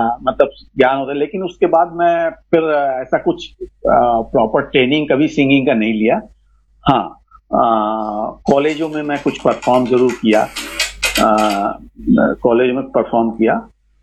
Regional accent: Bhilai, Chhattisgarh, India; मैं भिलाई छत्तीसगढ़ का रहने वाला हूँ

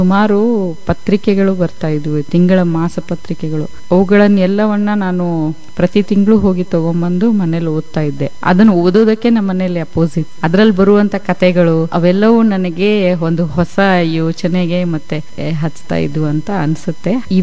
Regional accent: Rabkavi, Karnataka, India; accent: North Karnataka; moved away as an adult; also born or lived in Mudhol / Mumbai; now in Bengaluru, India; ಪ್ರಾಥಮಿಕ ಹಂತದ ಶಿಕ್ಷಣವನ್ನ ನಾನು ಅರಬ್ಕವಿಯಲ್ಲೇ ಮುಗಿಸ್ದೆ. ಅದರ ನಂತರದ ಹಂತದ ಶಿಕ್ಷಣವನ್ನ ನಾನು ನವೋದಯ ಮುರಾರ್ಜಿ ಮುಧೋಳಲ್ಲಿ ಮುಗಿಸ್ಕೊಂಡು ನಂತರ ಕಾಲೇಜೆಲ್ಲ ಎಂವಿ ಪಟ್ಟಣ ರಬ್ಕವಿನಲ್ಲೇ ಮಾಡಿದೆ.

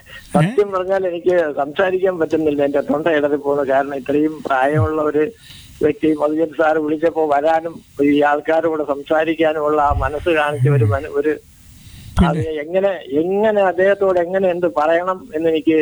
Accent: Vellanad, Kerala, India; born there; sir ജനിച്ചു വളർന്ന ഈ വെള്ളനാടിന്റെ മണ്ണിൽ ജനിക്കാൻ കഴിഞ്ഞതിൽ അങ്ങേറ്റം സ്നേഹത്തോടുകൂടി

